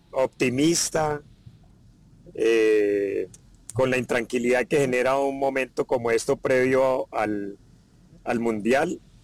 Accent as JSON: {"language": "Spanish", "country": "Colombia"}